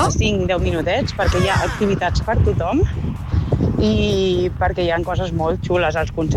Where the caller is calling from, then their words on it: Catalonia, Spain; jo sóc del Vallès i no sóc de Rubí